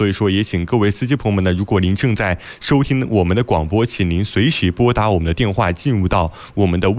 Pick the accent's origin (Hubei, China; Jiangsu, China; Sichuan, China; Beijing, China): Hubei, China; Yichang; 我们宜昌人